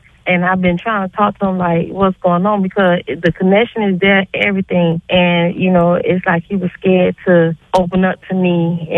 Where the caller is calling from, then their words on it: Fort Lauderdale, Florida, United States; I'm calling from Fort Lauderdale.